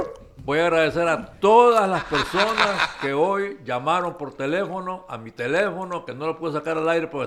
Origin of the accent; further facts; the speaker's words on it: La Ceiba, Atlántida, Honduras; nací un primero de septiembre de 1944, en mi ciudad natal, la ciudad Puerto